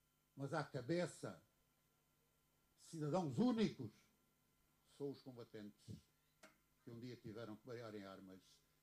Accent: Oleiros, Castelo Branco, Portugal; Termino com a satisfação de estar muito perto da minha terra. Eu sou um olicastrense convicto.

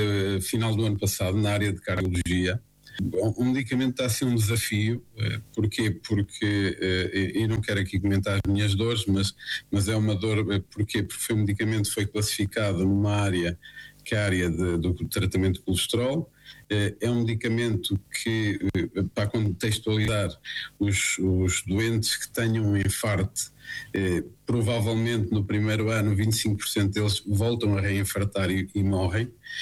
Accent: Portugal; eu como português

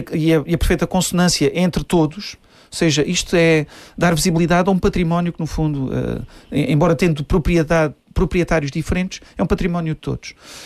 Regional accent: Algarve, Portugal; E uma nota também como Algarvio

